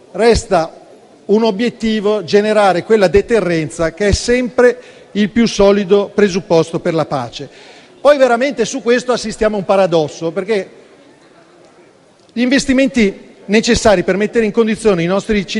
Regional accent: Venice, Veneto, Italy

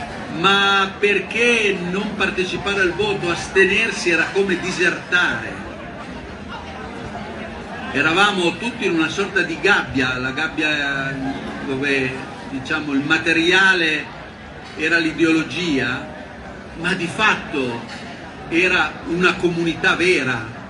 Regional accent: Piedmont, Italy; La mia è la provincia di Alessandria, la provincia di Alessandria fa 188 comuni, di cui credo 150 sotto i 2.000 abitanti.

